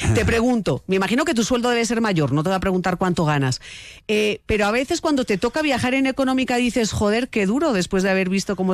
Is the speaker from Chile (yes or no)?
no; Colombia; Y además recuerda que soy colombiana.